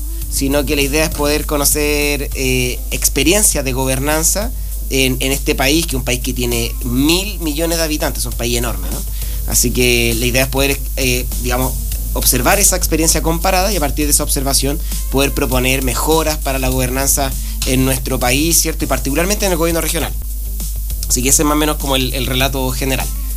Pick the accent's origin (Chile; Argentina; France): Chile